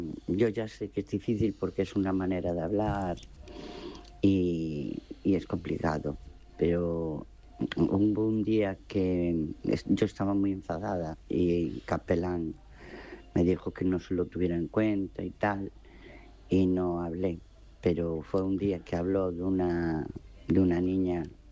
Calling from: Ferrol, Galicia, Spain; de Ferrol

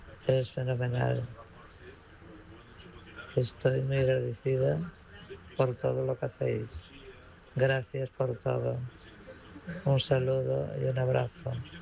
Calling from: Vigo, Galicia, Spain

